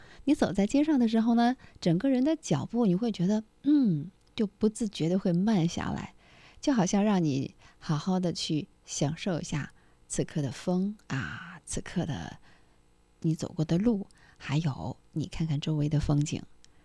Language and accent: Chinese; Dalian, Liaoning, China; 那是我们大连人吃肥蟹的最好的时间。